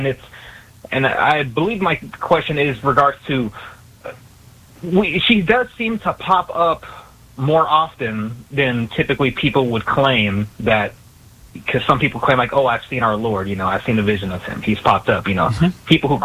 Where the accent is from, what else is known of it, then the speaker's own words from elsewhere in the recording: Texas, United States; growing up in Southern Texas, like, there's it's predominantly Hispanic demographic, and you see images of, you know, Lady Guadalupe everywhere.